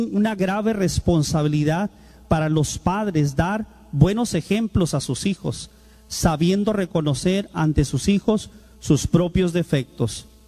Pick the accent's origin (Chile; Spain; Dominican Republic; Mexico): Mexico; Tijuana, Baja California; born there; yo nací aquí en Tijuana.